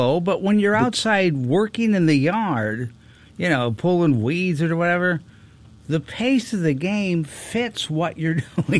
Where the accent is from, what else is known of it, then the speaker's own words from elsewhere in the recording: Chicago, Illinois, United States; growing up in Chicago, with a father who brought the radio out to the yard when we were doing yard work years ago